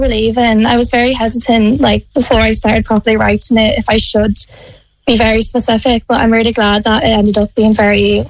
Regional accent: Newbridge, Kildare, Ireland; moved away as an adult; now in United Kingdom; kind of growing up in Newbridge and growing up in like the school I went to as well. I think especially for moving to the UK after school, realising that the schooling experience in Ireland is actually a bit of a, not a novelty

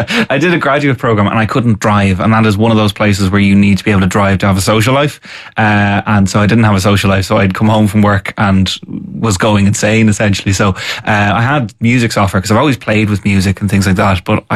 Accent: Navan, Leinster, Ireland; also born or lived in Portstewart; And I'm from Navan as well, which breeds comedians.

